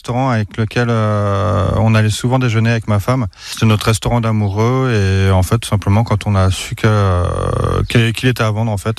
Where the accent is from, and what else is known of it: Centre-Val de Loire, France; born or raised there